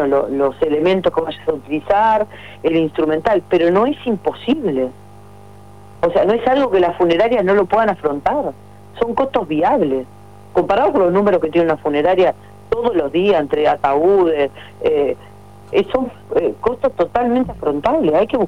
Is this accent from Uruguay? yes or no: yes; Uruguay; siendo uruguaya